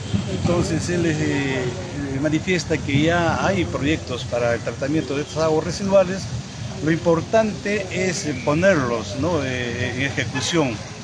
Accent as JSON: {"language": "Spanish", "town": "Huaraz", "region": "Ancash", "country": "Peru", "tie": "born or raised there", "said": "graduado acá en la Universidad Nacional de Ancash, Santiago Antunes de Mayolo. También la secundaria y la primaria lo he hecho acá, soy huaracino neto."}